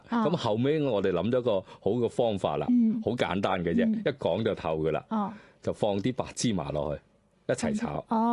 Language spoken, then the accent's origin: Cantonese; Guangzhou, Guangdong, China; 特別係我廣州比較濕熱